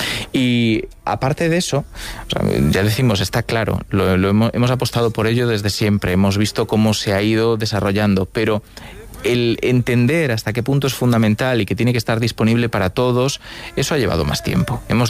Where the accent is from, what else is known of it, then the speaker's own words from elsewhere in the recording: Galicia, Spain; no, vamos, soy gallego, así que no sé.